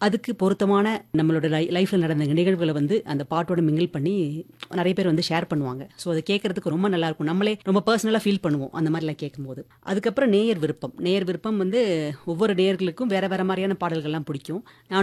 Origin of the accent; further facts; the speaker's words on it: Chennai, Tamil Nadu, India; நான் வந்து பிறந்து வளர்ந்ததெல்லாம் சென்னையில்.